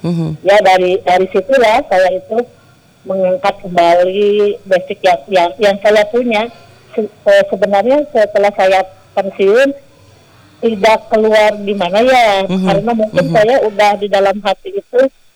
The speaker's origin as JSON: {"language": "Indonesian", "town": "Ciamis", "region": "West Java", "country": "Indonesia", "also_born_or_lived": "Kuningan", "moved": "yes", "said": "kalau di daerah saya ya ayah, kalau di daerah Ciamis memang seni budaya daerahnya itu sangat kental banget."}